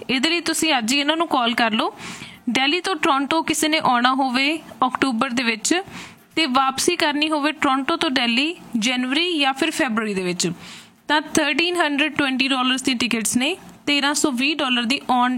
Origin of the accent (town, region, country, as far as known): Punjab, India; moved away